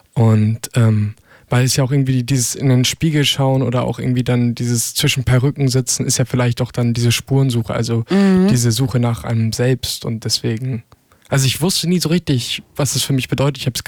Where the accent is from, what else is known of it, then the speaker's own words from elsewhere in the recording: Lübeck, Schleswig-Holstein, Germany; bin 20 Jahre alt, werde jetzt in 9 Tagen 21 und komme eigentlich aus Lübeck und pende jetzt aber ganz viel zwischen Hamburg und Lübeck